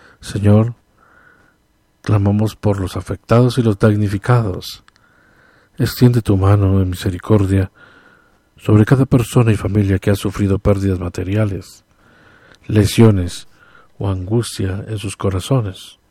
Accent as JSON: {"language": "Spanish", "country": "Colombia", "said": "Somos colombianos"}